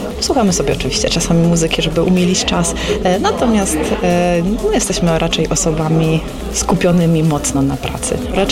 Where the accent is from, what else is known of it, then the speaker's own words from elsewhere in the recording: Wrocław, Lower Silesian Voivodeship, Poland; Ogólnie jestem z Wrocławia.